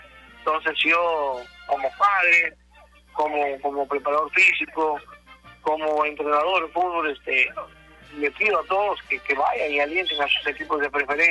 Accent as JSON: {"language": "Spanish", "town": "Rioja", "region": "San Martín", "country": "Peru"}